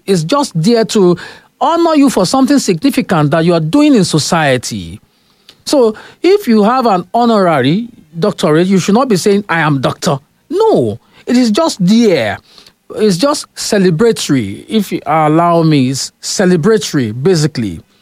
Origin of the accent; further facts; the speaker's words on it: Nigeria; as a Nigerian